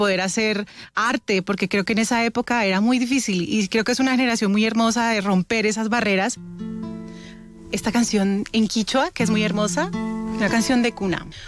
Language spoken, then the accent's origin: Spanish; Colombia; born there; Y decidió volverse a Colombia porque le dio así como una nostalgia de Colombia, entonces yo nací en Colombia.